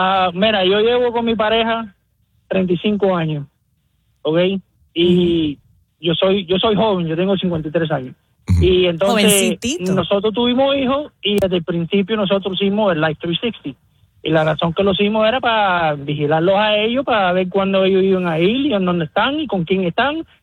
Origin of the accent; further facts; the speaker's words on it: Florida, United States; now in Atlanta, United States; De Florida. Nosotros somos original de Florida.